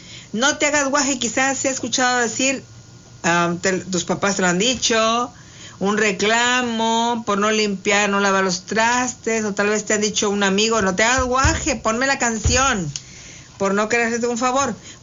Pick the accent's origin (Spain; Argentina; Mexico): Mexico; sí somos mexicanos de veras, de veritas, somos mexicanos, en serio, y señor, bueno, de acá del norte